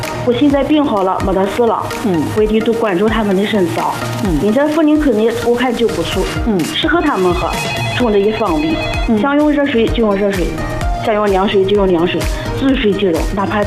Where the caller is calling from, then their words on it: Anhui, China; 我是安徽的。